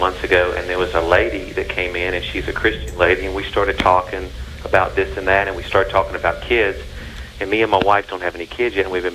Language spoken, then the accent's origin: English; Louisiana, United States; Louisiana.